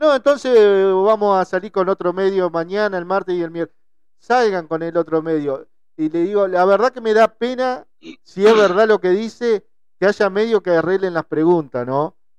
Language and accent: Spanish; Diamante, Entre Ríos, Argentina; todos somos habitantes de Diamante